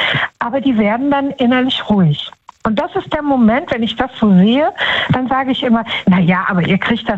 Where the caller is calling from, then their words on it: Düsseldorf, North Rhine-Westphalia, Germany; Düsseldorf.